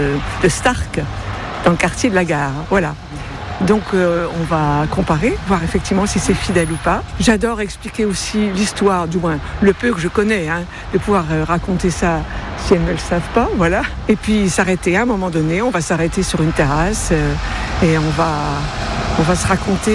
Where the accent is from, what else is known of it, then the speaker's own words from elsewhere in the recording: Metz, Grand Est, France; je suis née à Metz, donc je suis une vieille messine.